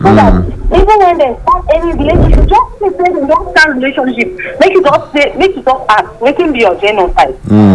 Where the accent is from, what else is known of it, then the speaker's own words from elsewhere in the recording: Nigeria; You know, we Nigerians